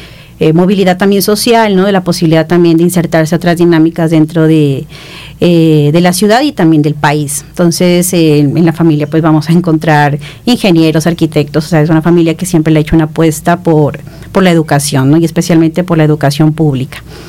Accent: Pasto, Nariño, Colombia; Bueno, yo soy nacida en la ciudad de Pasto. Ahí crecí en un barrio que se llamaba el Barrio Obrero. Toda mi familia creció y hizo su familia en ese mismo barrio.

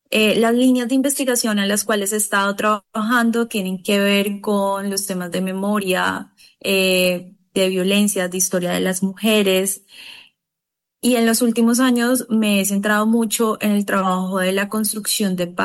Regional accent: Buenaventura, Valle del Cauca, Colombia; born there; now in Cali, Colombia; nací en Buenaventura y migré a la ciudad de Cali.

